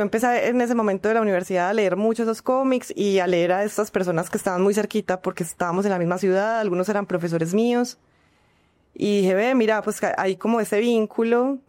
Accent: La Estrella, Antioquia, Colombia; now in Medellín, Colombia; yo crecí en La Estrella, entonces yo pues vivía no en Medellín, sino en La Estrella

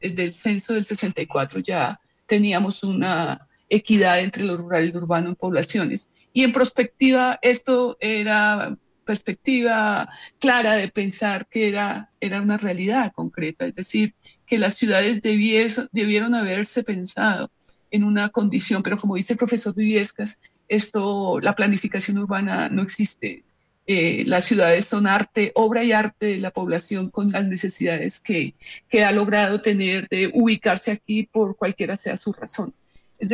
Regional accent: Colombia

